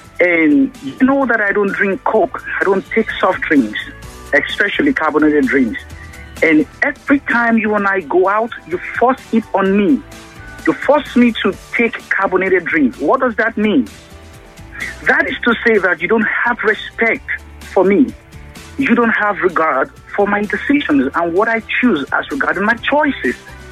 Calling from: Nigeria; I'm calling you from Agodo.

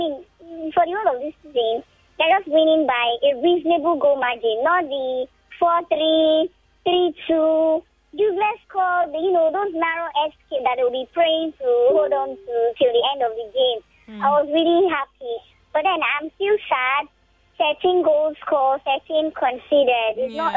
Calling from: Abuja, Federal Capital Territory, Nigeria; I'm calling from Dubai, Abuja.

